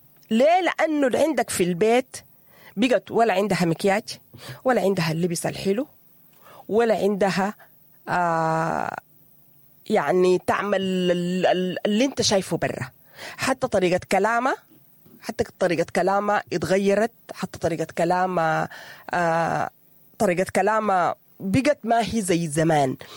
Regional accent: Sudan; المصيبة الكبيرة اللي احنا بقينا واقعين فيها نحن كمجتمع سوداني،

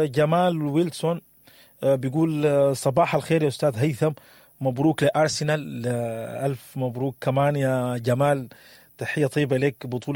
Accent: Sudan; الزمن اللي احنا فيه بقى صعب علينا كسودانيين

